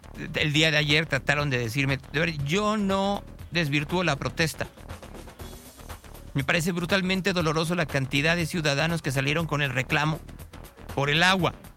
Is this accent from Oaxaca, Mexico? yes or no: no; Mexico City, Mexico; yo soy de Ciudad de México y tengo viviendo aquí en Guadalajara más de 30 años